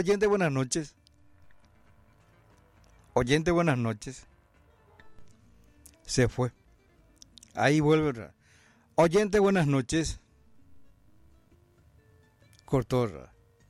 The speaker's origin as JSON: {"language": "Spanish", "country": "Paraguay", "said": "somos realmente paraguayos, por nuestra manera de hablar"}